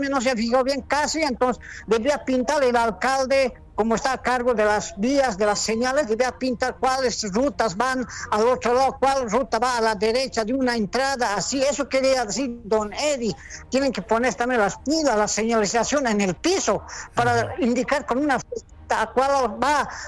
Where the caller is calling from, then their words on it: Tarija, Bolivia; por primera vez llamo desde Tarija.